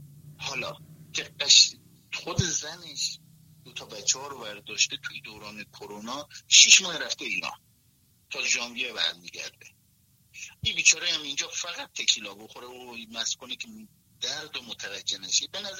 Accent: Iran; ازم شهر خودم در ایران پاپیچه من شدن، بیا زن بگی، بیا زن واسهت پیدا کنیم، ولی دیگه میبینن که یه پا اون کشور یه پا اون کشور

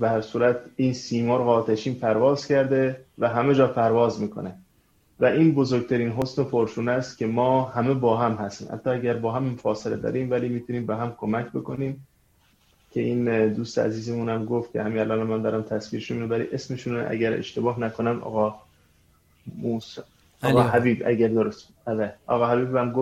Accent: Iran; من طولانی که دور از ایرانم

